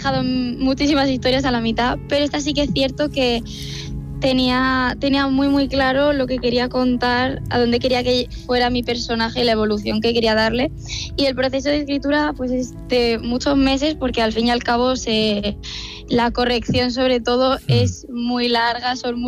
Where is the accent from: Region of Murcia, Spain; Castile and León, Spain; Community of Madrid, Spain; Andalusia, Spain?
Region of Murcia, Spain; Murcia; born or raised there